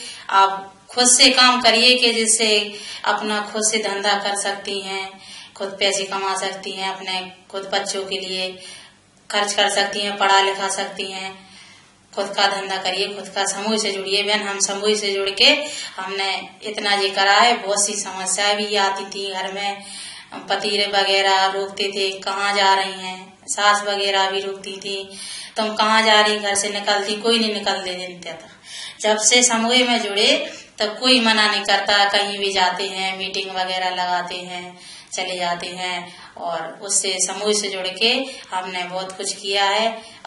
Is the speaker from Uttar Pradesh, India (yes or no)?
yes; Jhansi district, Uttar Pradesh, India; ग्राम सिमरावारी block Babina जिला झांसी।